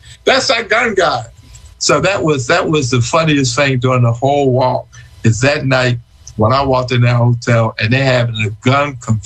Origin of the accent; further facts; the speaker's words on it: Philadelphia, Pennsylvania, United States; So I said, look, I'm walking to Harrisburg. I'm from Philadelphia and all that.